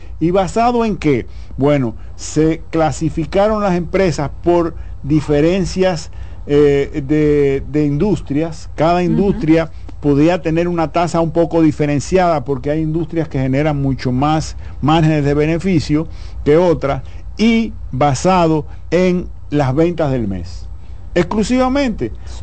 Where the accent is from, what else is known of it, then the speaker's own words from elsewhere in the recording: Dominican Republic; nosotros como República Dominicana, un país subdesarrollado, en vías de desarrollo, tiene una ventaja.